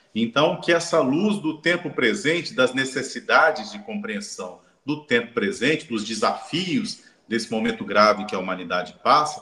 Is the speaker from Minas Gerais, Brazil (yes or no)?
yes; Ubá, Minas Gerais, Brazil; moved away as an adult; also born or lived in Belo Horizonte, Brazil; now in Paraíba, Brazil; sou mineiro de uma cidade do interior de Minas Gerais, chamada Ubá, mas eu tive o que sou, me formei como espírita mesmo. São três gerações espíritas da minha família